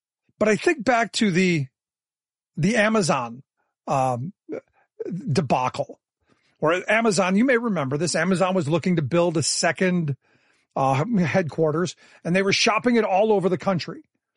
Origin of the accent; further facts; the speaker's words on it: Cleveland, Ohio, United States; like when I grew up in Cleveland, they gave them energy